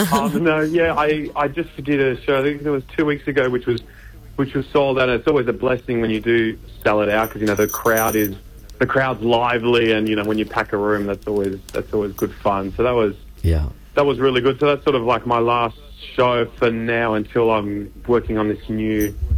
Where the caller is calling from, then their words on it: Melbourne, Victoria, Australia; From the freezing cold Melbourne right now.